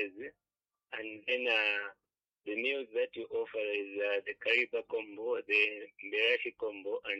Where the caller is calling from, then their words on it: Lusaka, Lusaka Province, Zambia; calling you in Lesaka.